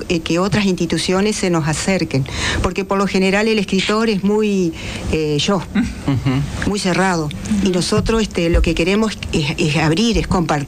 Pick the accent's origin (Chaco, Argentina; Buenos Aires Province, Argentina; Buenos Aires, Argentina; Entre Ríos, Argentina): Entre Ríos, Argentina; Hernandarias; moved away